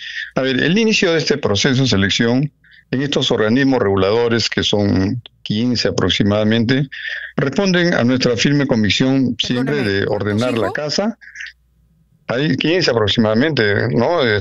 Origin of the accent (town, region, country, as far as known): Peru